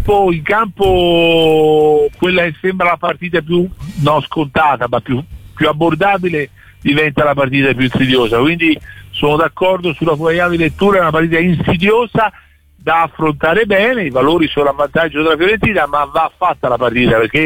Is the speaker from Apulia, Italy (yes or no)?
no; Florence, Tuscany, Italy; da fiorentino che ha lavorato 5 anni a Pisa, il Dio è forte, la rivalità fortissima.